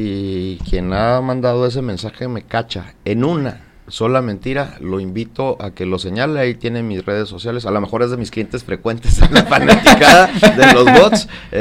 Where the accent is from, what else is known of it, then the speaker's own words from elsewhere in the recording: Chihuahua, Mexico; no somos estúpidos los chihuahuenses